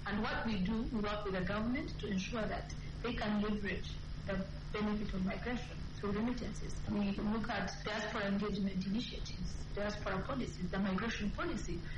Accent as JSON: {"language": "English", "country": "Uganda", "moved": "yes", "lives_now": "Nigeria", "said": "I come from Uganda."}